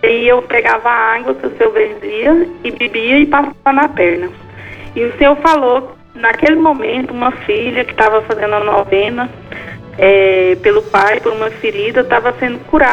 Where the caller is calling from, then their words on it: Goiânia, Goiás, Brazil; Eu falo de Goiânia.